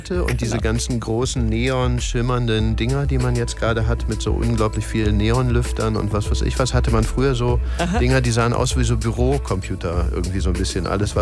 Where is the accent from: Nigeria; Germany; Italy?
Germany; Cologne, North Rhine-Westphalia; ich bin ja aus Köln ursprünglich auch